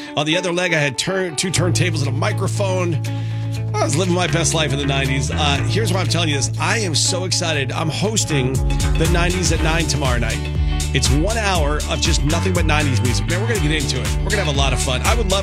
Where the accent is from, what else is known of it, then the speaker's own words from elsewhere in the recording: Jacksonville, Florida, United States; I grew up in Jacksonville, Florida in the 90s